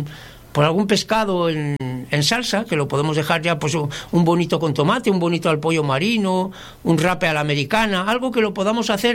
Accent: Laredo, Cantabria, Spain; Porque la Batalla de Flores, para los que somos de Laredo, no digo en su totalidad, pero en su gran mayoría comemos en casa.

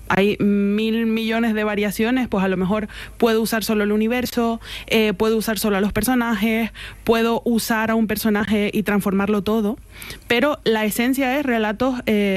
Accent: Granadilla de Abona, Canary Islands, Spain; pues me lo llevo yo a Granadilla de Abón, a mi pueblo

